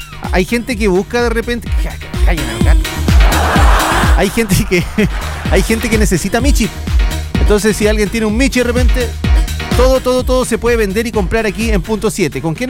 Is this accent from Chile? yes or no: yes; Chile; Así somos los chilenos, po.